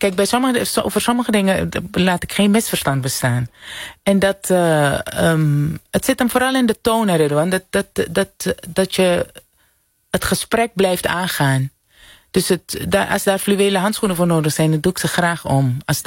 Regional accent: Suriname; Ik ben opgegroeid in Suriname.

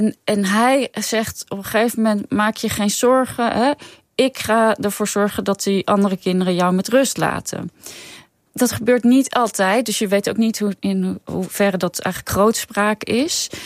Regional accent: Sweden; now in Netherlands; Ik ben in Zweden opgegroeid. Maar op een gegeven moment nam mijn moeder mij mee naar Nederland. En toen kwamen we op een gegeven moment ook in Scheveningen te wonen.

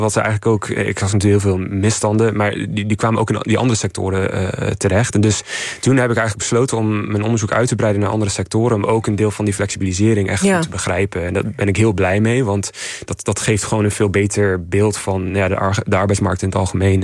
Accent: Canada; Dutch is a second language; ik kom oorspronkelijk uit Canada.

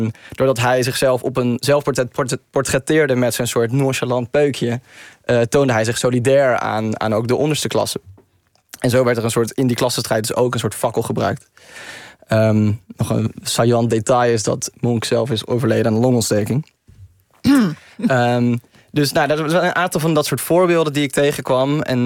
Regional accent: Tilburg, North Brabant, Netherlands; born there; als geboren Tilburger

